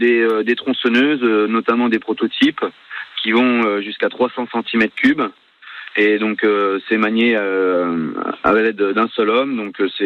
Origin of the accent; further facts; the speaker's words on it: Gurgy, Bourgogne-Franche-Comté, France; now in Chaource, France; Moi, je suis originaire de Gurgi, à côté d'Auxerre. Et maintenant, j'habite à Chaours, dans l'Aube.